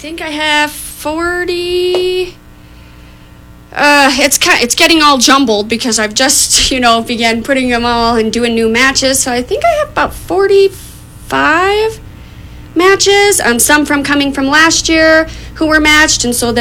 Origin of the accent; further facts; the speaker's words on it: Butte, Montana, United States; Also, Butte, born and raised, been here all my life.